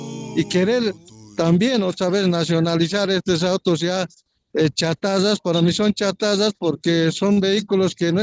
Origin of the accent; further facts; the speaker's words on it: Bolivia; nosotros, como bolivianos